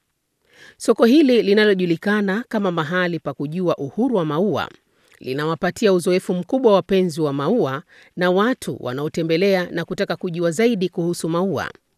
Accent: Zanzibar, Tanzania; harufu nzuri ilitanda hewani na kunifanya nikumbuke nyumbani kwetu Zanzibar, visiwa vya karafuu.

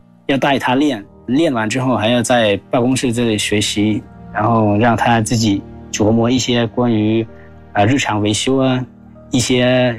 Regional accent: Laos; Chinese is a second language

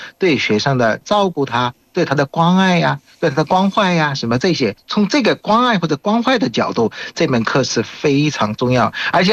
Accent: Bangladesh; Chinese is a second language; 我是来自于孟加拉国的

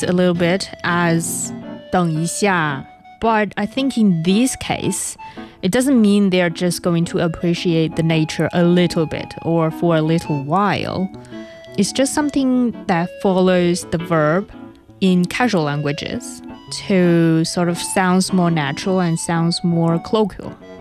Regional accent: northern China, China; accent: northern; my northern accent got mixed up in here.

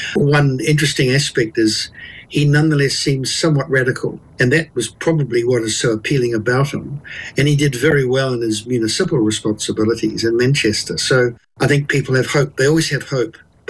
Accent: New Zealand; Well, unlike Tim, I'm not British, I'm a New Zealander.

